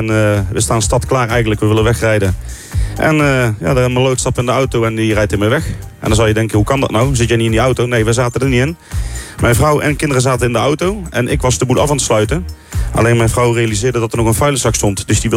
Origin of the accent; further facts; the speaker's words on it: Breda, North Brabant, Netherlands; Uit Breda.